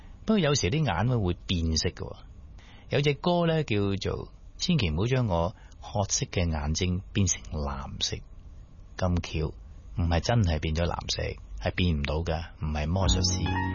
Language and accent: Cantonese; Guangdong, China; 我哋广东人呢就好简单嘅